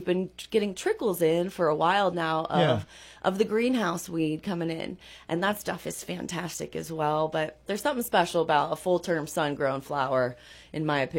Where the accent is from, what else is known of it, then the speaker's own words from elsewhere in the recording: California, United States; when we were young, growing up in Nevada County, there was some of the best weed growing up in North San Juan or in people's backyards.